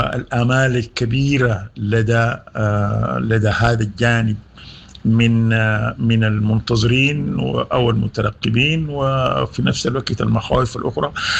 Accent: Sudan; يعني نحن كسودانيين فيما يتعلق بالأزمة أو بالحرب الحالية المستمرة منذ أبريل 23،

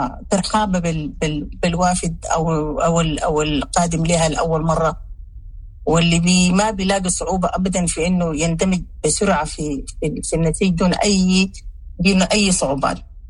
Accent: Western Sudan, Sudan; moved away; أنا مثلا عشت طفولتي في غرب السودان، أنا من الشمال عشت كل طفولتي في غرب السودان، عشان كده بتغنى بكل إيقاعات الكردفانية

